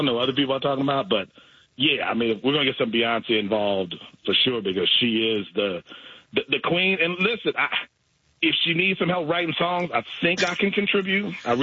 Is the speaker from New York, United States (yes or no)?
no; Milwaukee, Wisconsin, United States; I mean, I'm from Milwaukee. I don't know how many people have rooted for us over the years.